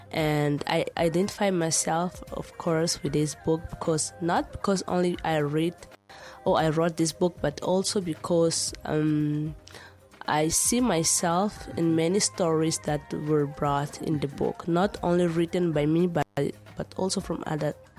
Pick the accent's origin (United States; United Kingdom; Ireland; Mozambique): Mozambique; Inhambane; also born or lived in Maputo; First of all, I'm Mozambican